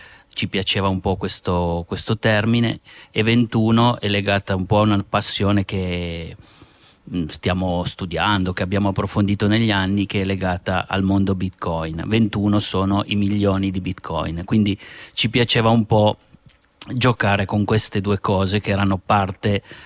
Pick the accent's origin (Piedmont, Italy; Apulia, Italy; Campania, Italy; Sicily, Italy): Piedmont, Italy; Ma allora, noi arriviamo dal saluzzese, siamo di Envie, di Barge